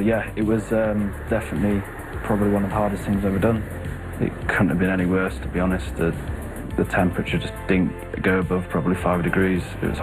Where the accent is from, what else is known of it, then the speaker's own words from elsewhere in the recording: Wales, United Kingdom; 24 years old. I'm from Wales in the UK